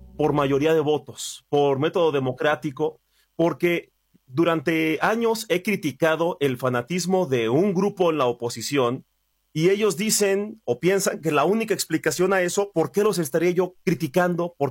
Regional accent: Mexico

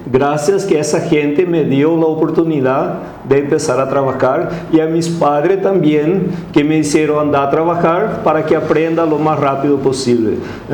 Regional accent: Mato Grosso do Sul, Brazil; moved away as an adult; now in Paraguay; yo soy prácticamente de Mato Grosso do Sul y mi edad es, normalmente uno no se cuenta, pero hoy voy a contar, tengo 65 años

